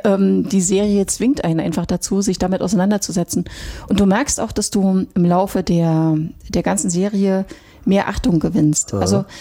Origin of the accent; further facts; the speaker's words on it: East Germany, Germany; ich bin in der DDR aufgewachsen.